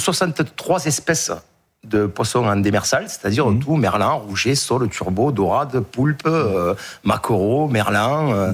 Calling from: Aigues-Mortes, Occitanie, France; J'habite à Aigues-Mortes.

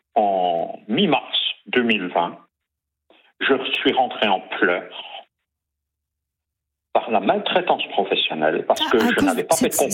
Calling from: Île-de-France, France; j'ai 63 ans et je suis en Île-de-France.

